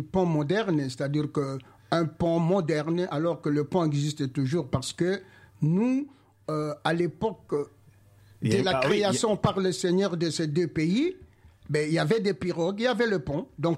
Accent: DR Congo; moved away; moi, je suis originaire de la RDC.

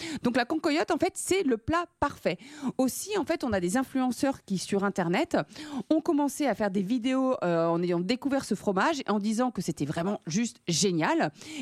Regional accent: France; je viens de l'Ouest de la France

